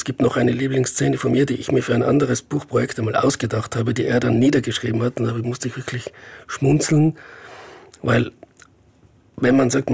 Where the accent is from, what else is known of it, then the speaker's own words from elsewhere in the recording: Innsbruck, Tyrol, Austria; Ja, jetzt als Innsbrucker gesprochen